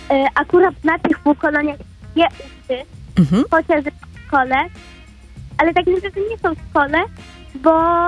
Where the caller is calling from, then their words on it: Kraków, Lesser Poland, Poland; Dzwonię z Krakowa